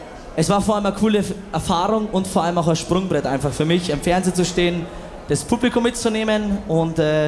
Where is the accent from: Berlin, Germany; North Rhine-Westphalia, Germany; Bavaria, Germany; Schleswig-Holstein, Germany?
Bavaria, Germany; also born or lived in Franconia; ich bin gebürtig aus der Oberpfalz.